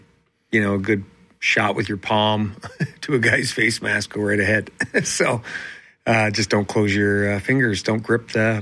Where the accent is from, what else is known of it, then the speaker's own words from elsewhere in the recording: Ireland; because I'm Irish, so the sun is, you know.